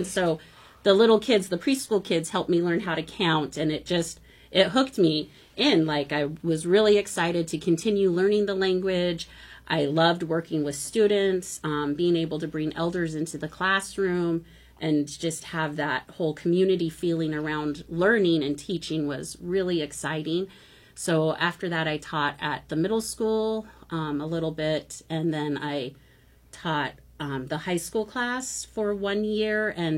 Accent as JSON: {"language": "English", "town": "Juneau", "region": "Alaska", "country": "United States", "tie": "born or raised there", "said": "Because I grew up in Juneau, and it was just once a week, or not once a week, once a year for 2 weeks was when Juneau Indian Studies would come in and do a lesson about cultural native themes."}